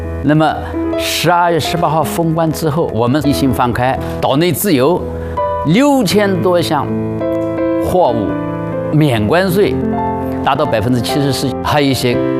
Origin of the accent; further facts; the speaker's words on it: Hainan, China; 作为一名海南人，而且我在海南工作了已经35年了